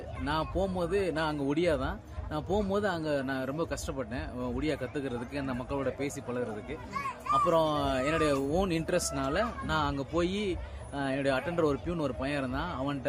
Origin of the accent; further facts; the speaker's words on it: Madurai, Tamil Nadu, India; நான் இப்போ வெக்கேஷனுக்காக என்னுடைய சொந்த ஊர் மதுரை, நான் மதுரைக்கு வந்திருக்கேன்.